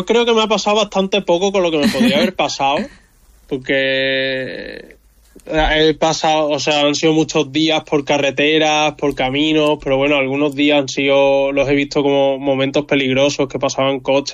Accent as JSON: {"language": "Spanish", "town": "Teba", "region": "Andalusia", "country": "Spain", "tie": "born or raised there", "said": "mi pueblo, a Teba, que me ha ayudado un montón"}